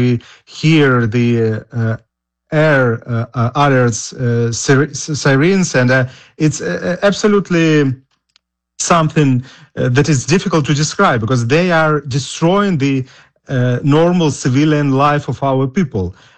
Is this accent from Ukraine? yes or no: yes; Mariupol, Donetsk Oblast, Ukraine; moved away; Originally, I'm from Mariupol.